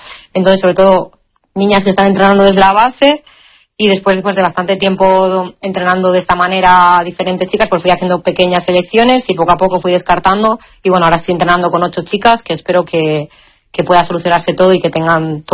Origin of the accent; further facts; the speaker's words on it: Santander, Cantabria, Spain; now in Qatar; como que me transporta un poco a momentos, yo que sé, en mi tierra, viendo atardecer en Santander, por ejemplo